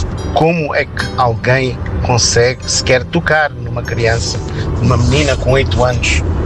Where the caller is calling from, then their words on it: Germany; Eu tô falando aqui da Alemanha.